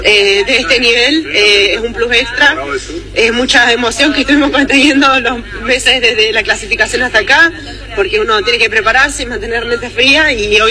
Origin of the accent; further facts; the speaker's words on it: Santa Fe, Argentina; lo que pudimos vivir como santafesinos